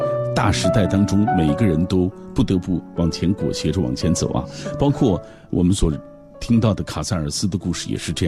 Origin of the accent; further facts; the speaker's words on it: China; 用我们中国人的话说